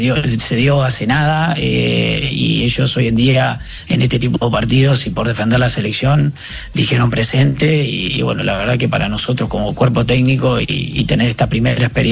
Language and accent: Spanish; Uruguay; soy uruguayo